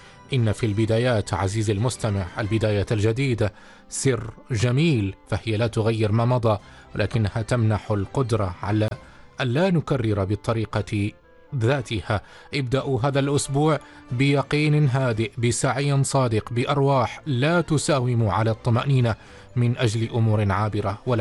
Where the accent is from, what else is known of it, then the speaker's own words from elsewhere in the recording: Oman; في بلادنا عمان